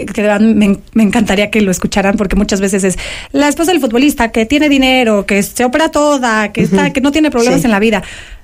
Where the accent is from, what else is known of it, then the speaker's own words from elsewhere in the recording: Mexico; Como mexicanos y mandamos buena vibra